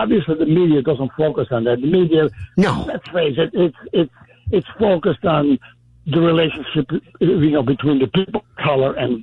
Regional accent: Italy; I'm Italian.

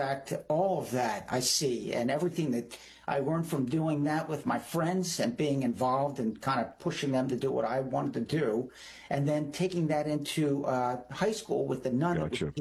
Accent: Somerdale, New Jersey, United States; Somerdale, New Jersey, which is South Jersey.

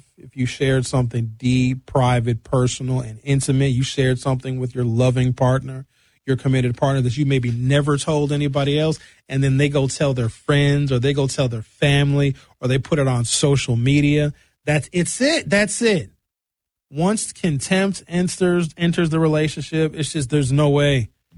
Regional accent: Brown Deer, Wisconsin, United States; I know people I grew up with in Brown Deer that went to prom, got married, have kids

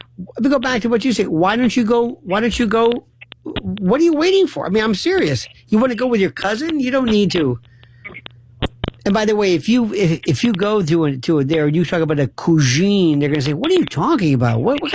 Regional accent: United States; I've always had an affinity, a 100% locked in, zeroed in thing about I'm an American.

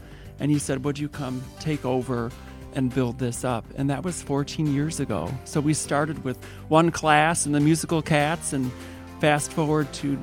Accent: Wauwatosa, Wisconsin, United States; Well, I grew up in the Wauwatosa School District and had a wonderful time. And I did go to Wauwatosa East, the other high school in the district.

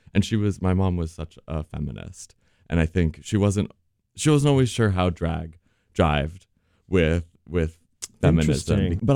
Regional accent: Champaign, Illinois, United States; the gay bar in my hometown of Champaign-Urbana, Illinois

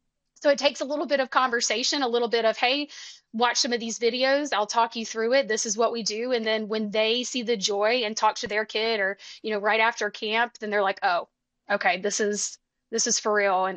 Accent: Alabama, United States

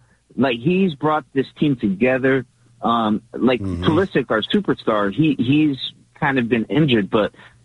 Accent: California, United States; Like I grew up in California.

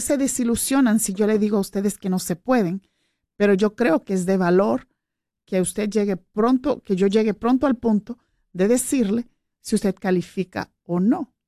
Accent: New York, United States; yo soy muy, muy neoyorquina, en el sentido de que, acuérdese que yo me crié en Nueva York

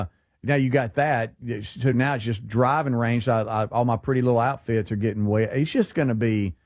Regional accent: Pascagoula, Mississippi, United States; moved away; growing up in Pascagoula

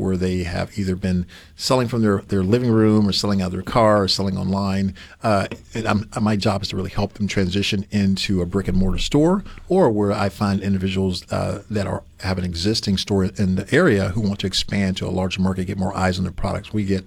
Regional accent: Mississippi, United States; moved away as an adult; also born or lived in Bahamas; give back to my home state and also be closer to my family

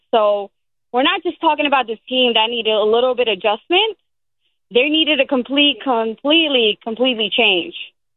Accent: New York, United States; You know, obviously I'm from New York, so I definitely want them to win the Super Bowl as New Yorkers do, you know.

